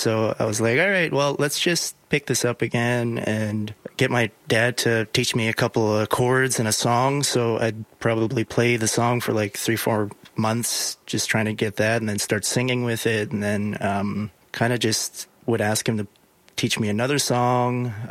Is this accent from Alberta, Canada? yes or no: yes; Wabasca, Alberta, Canada; Yeah, so I grew up in Wabasca. It's about 3 hours north of Edmonton. A little small town, a little bit of municipality, a little bit of reserve.